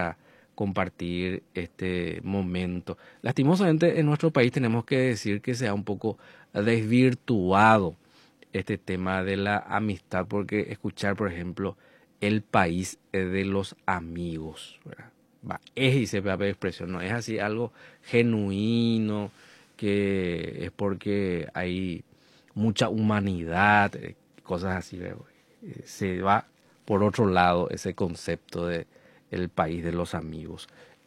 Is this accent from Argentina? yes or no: no; Paraguay